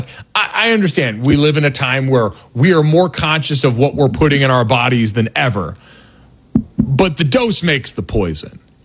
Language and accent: English; Connecticut, United States; I'm a card-carrying northerner. I grew up in Connecticut, so far be it for me.